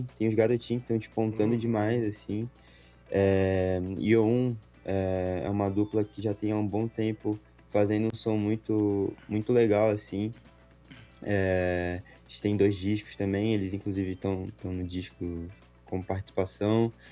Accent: Florianópolis, Santa Catarina, Brazil; now in São José, Brazil; E já faz um tempo que eu vim pra cá, assim. Mas eu cresci e fui criado lá no Estreito, né? Uhum. Floripa

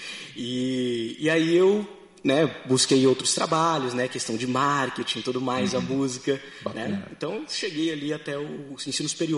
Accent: Porto Velho, Rondônia, Brazil; moved away; E na minha infância, o que eu trago de Porto Velho é isso, né?

